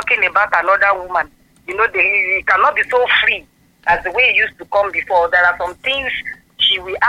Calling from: Ibadan, Oyo, Nigeria; I'm calling from Ibadan.

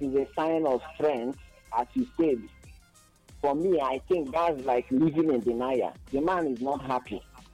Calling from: Abakaliki, Ebonyi, Nigeria; I'm listening from Abakaliki.

